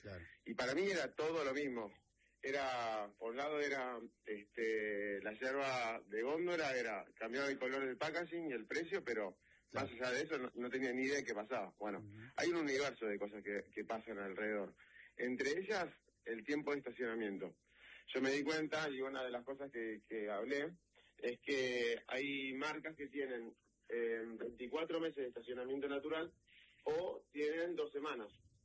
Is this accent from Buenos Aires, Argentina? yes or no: yes; Buenos Aires, Argentina; soy una persona de Capital Federal, y tomaba mate de manera social